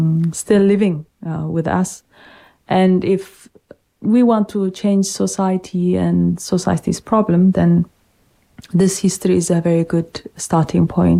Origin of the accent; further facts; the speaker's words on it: Ethiopia; moved away; I come from Ethiopia.